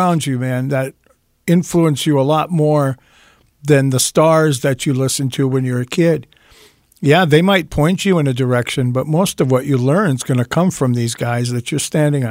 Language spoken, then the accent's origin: English; Eveleth, Minnesota, United States; I was from Eveleth.